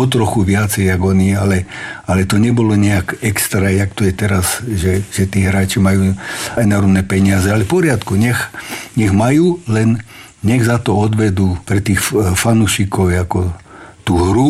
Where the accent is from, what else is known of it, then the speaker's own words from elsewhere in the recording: Topoľčany, Nitra Region, Slovakia; a ja osobne pochádzam z Topolčan a v Topolčanoch sa veľmi dobre robilo a ešte aj dneska sa robí s mládežou.